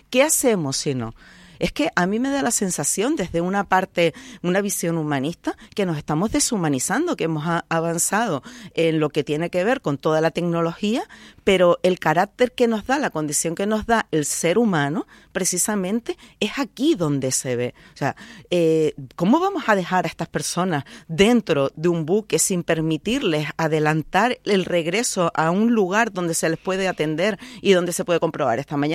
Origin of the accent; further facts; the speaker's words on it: Canary Islands, Spain; somos un archipiélago, como dice la canción, ¿no? De donde brilla el sol. Y resulta que, aparte de brillar el sol, es que estamos geográficamente en África, pero políticamente somos españolas y, por lo tanto, europeas.